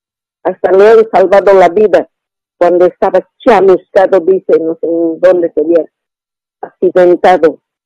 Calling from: Potosí, Bolivia; Yo soy potosina

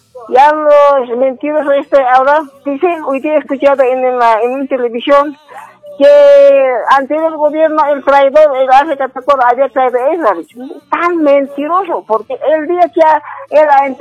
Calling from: La Paz, Bolivia; Estoy llamando de Ciudad de La Paz, de La Hollada.

